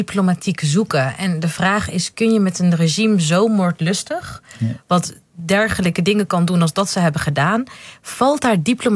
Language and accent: Dutch; Netherlands; wij als Nederlanders